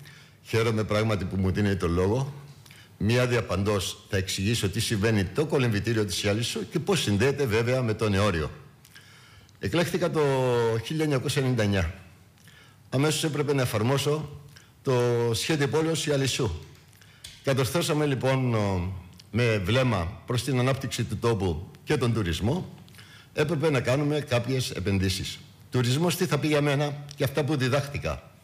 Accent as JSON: {"language": "Greek", "area": "Rhodes", "region": "South Aegean", "country": "Greece", "also_born_or_lived": "England", "moved": "as an adult"}